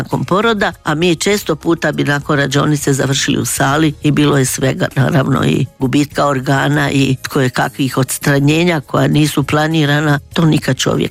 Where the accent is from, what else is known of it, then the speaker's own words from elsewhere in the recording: Dalmatia, Croatia; born there; ja sam rođena u Dalmaciji gdje je sramota, djevojke nisu smjele rađati